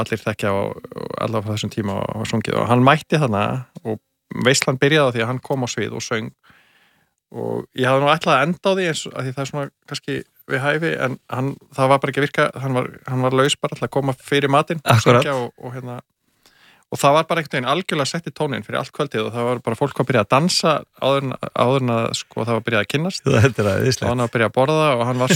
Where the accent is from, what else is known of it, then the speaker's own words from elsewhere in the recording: Kópavogur, Capital Region, Iceland; also born or lived in Grafarvogur; now in Reykjavík, Iceland; Nei, og ég og hérna, ég ólst fyrst upp í Kópavogi.